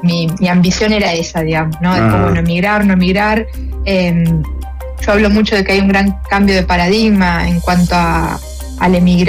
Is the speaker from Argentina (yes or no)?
yes; Argentina; moved away as an adult; cuando yo me fui de Argentina, que fue pospandemia, ahí en 2021, también me fui diciendo, bueno, me voy y no sé cuándo vuelvo